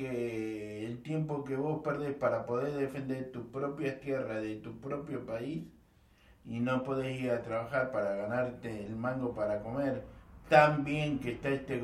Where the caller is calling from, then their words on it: Argentina; la tierra que nos corresponde a nosotros como argentinos